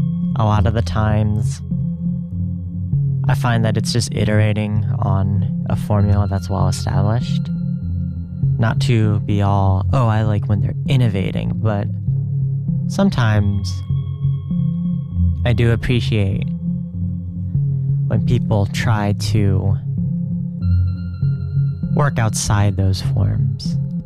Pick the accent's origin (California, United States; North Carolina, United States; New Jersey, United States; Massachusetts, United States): New Jersey, United States; I'm not. I'm from New Jersey.